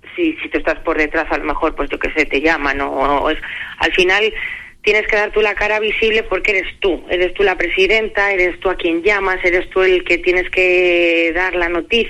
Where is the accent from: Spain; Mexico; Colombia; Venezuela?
Spain; Medina del Campo, Castile and León; para un medinense sabe lo que es. O sea, yo, si a mí me ponen las manos de una Virgen, que yo están en mi pueblo y la veo de continuo